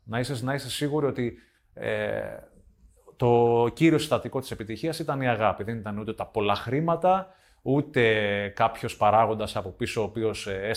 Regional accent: Rethymno, Crete, Greece; από μικρός όταν ξεκίνησα, ήξερα ότι κάποια στιγμή θέλω να επιστρέψω στο Ρέθυμνο και να προσφέρω στον τόπο μου, προπονητικά.

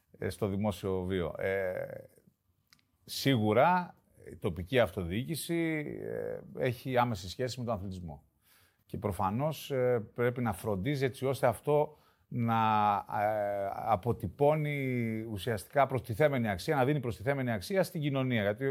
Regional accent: Athens, Attica, Greece; born there; Γεννήθηκα στην Αθήνα.

